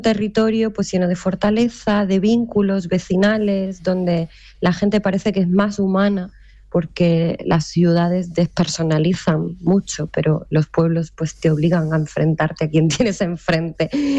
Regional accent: Castro del Río, Andalusia, Spain; se parece mucho a mi pueblo, que es Castro del Río, en la campiña cordobesa.

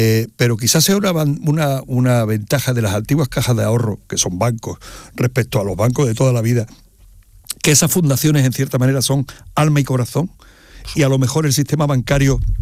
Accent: Andalusia, Spain; a mí, personalmente, como andaluz

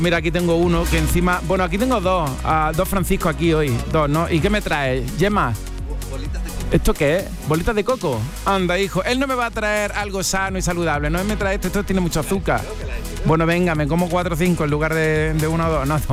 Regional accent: Salobreña, Andalusia, Spain; en la romería de mi pueblo, de Salobreña.

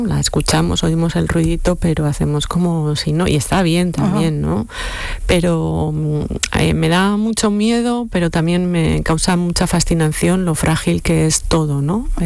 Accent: Rentería, Basque Country, Spain; Yo soy de Rentería y allí tuvo. Bueno, pues hicieron uh-huh. grandísimas cosas

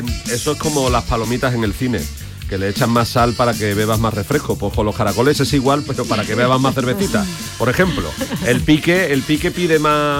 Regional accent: Jerez de la Frontera, Andalusia, Spain; En Jerez, en mi pueblo, también en mi ciudad, en mi tierra.

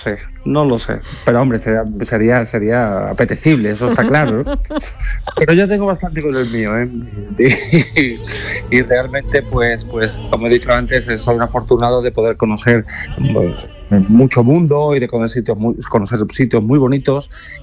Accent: Jerez, Andalusia, Spain; Yo me siento, pues, orgulloso de mi tierra y puedo decir que este es el mejor sitio del mundo.

